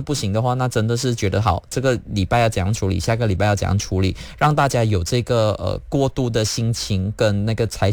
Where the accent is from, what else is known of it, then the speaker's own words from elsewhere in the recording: Malaysia; 我们马来西亚人真的相对幸福